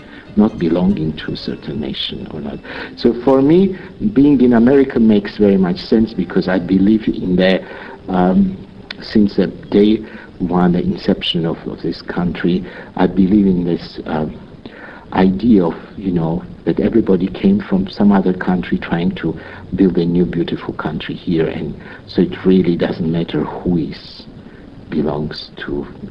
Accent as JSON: {"language": "English", "country": "Armenia", "tie": "born or raised there", "also_born_or_lived": "Moscow", "moved": "as an adult", "said": "You know, the way I grew up in Armenia, anti-Semitism did not exist. Mm-hmm. When I came to Moscow, the word anti-Semitism was unknown to me."}